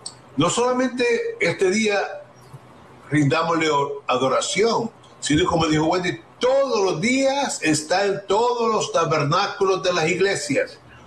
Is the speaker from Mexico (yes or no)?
no; San Vicente, El Salvador; moved away; Nosotros somos de San Vicente